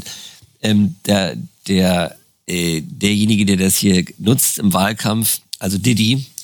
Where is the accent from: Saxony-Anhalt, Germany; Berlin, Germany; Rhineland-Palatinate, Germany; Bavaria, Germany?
Berlin, Germany; Als Berliner sind wir uns auch vertraut